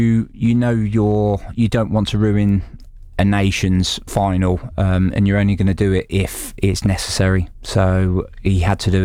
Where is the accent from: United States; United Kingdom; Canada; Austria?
United Kingdom; England; I'm an Englishman and proud to be an Englishman.